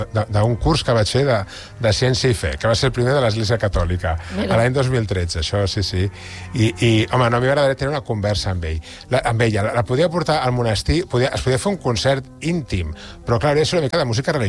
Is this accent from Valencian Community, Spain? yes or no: no; L'Hospitalet de Llobregat, Catalonia, Spain; Jo soc d'Hospitalet, no? Ja l'hi deia abans a la Carme, no? I un punto flamenquillo d'Hospitalet també el porto.